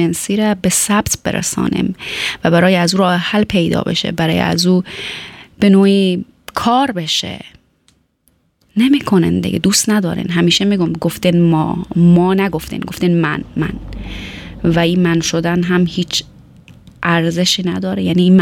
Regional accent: Afghanistan; من و شما هم از افغانستان آمدیم

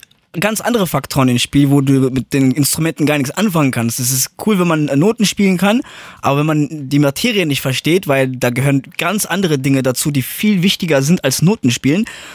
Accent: Frankfurt am Main, Hesse, Germany; also born or lived in Gelnhausen; ich bin mittlerweile 28 Jahre, das sieht man mir nicht an. Ich sehe sehr, sehr jung aus, aber ich bin in Gelnhausen geboren und lebe in Frankfurt am Main seit, keine Ahnung, 26 Jahren ungefähr.

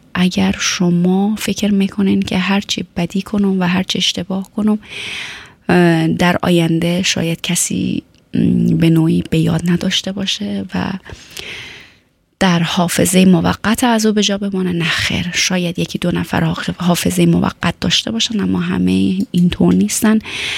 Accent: Afghanistan; من و شما هم از افغانستان آمدیم، بهتره که آبروداری کنیم

